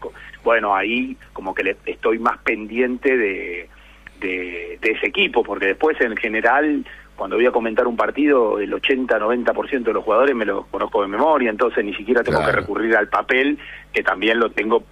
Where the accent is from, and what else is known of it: Argentina